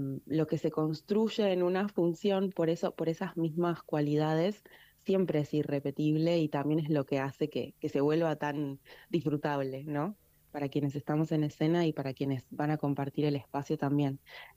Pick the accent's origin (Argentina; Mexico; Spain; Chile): Argentina; Neuquén; moved away as an adult; now in the comarca, Argentina; Yo, por ejemplo, soy de Neuquén